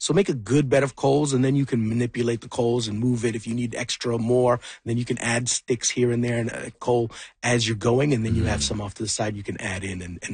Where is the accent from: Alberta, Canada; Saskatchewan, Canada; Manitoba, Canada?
Alberta, Canada; Edmonton; Man, I love that you said this, you know, because I grew up in Edmonton.